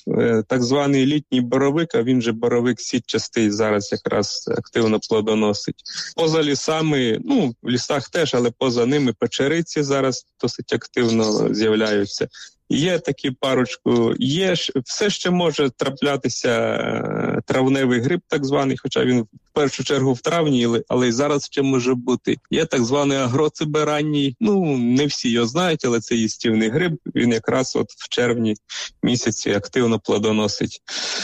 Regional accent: Rivne Oblast, Ukraine; я сам із Рівненської області, із села, у нас там всі кращі грибники

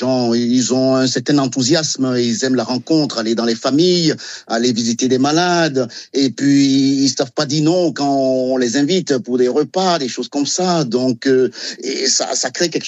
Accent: Benin; même si j'avais cette vocation depuis mon enfance un peu au Bénin, bien sûr.

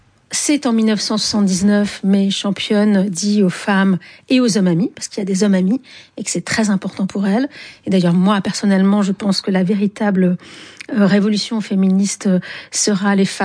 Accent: Algiers, Algiers Province, Algeria; moi je sais qu'à chaque fois, on me raccorde à l'Algérie, parce que j'ai grandi à Alger, qui était un pays très viril, masculin.

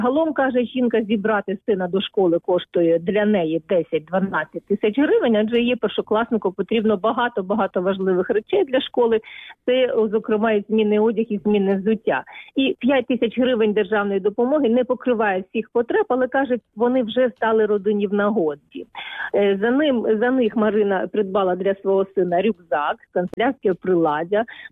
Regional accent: Khmelnytskyi, Khmelnytskyi Oblast, Ukraine; born there; я також в дитинстві, коли я народилася в Хмельницькому, приїздила в цей музей ще давно-давно.

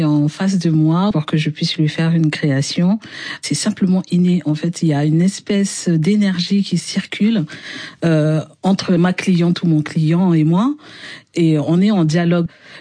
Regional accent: Brazzaville, Republic of the Congo; moi, j'ai grandi à Mongali, précisément à Brazzaville.

